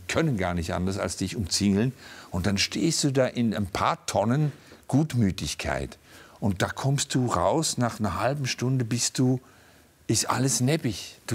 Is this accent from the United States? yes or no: no; Switzerland; als Schweizer hast du das so in den Genen.